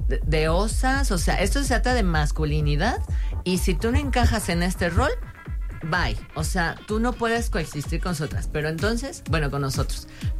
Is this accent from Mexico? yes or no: yes; Mexico City, Mexico; now in Puerto Vallarta, Mexico; yo que vengo de la Ciudad de México